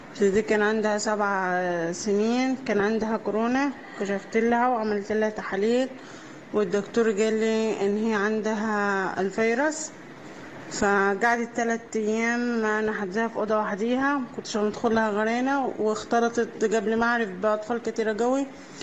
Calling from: El Qusiya, Asyut Governorate, Egypt; انا بنت الرب من اسيوط القصيه

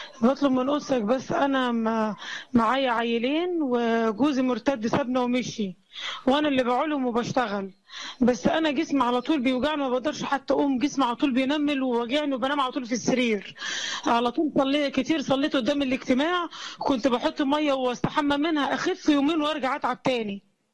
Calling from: Suez Governorate, Egypt; السويس يا ابويا، محافظة السويس.

